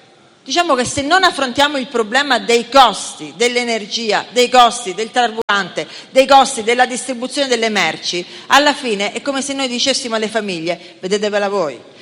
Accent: Sicily, Italy; Io sono un'isolana, sono siciliana

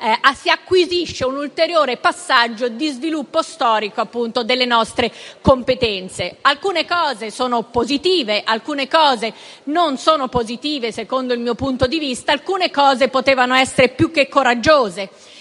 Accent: Trentino-Alto Adige, Italy; la mia terra, l'Alto Adige, che è ovviamente ha questa autonomia così avanzata, così futuribile, proprio perché frutto della presenza sul territorio di tre gruppi linguistici con storia

